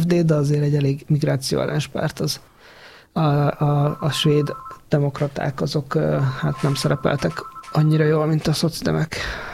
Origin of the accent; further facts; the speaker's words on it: Kecskemét, Bács-Kiskun, Hungary; mondjuk én szülővárosomban, Kecskeméten is látom, hogy szinte ugyanaz megy, mint Budapesten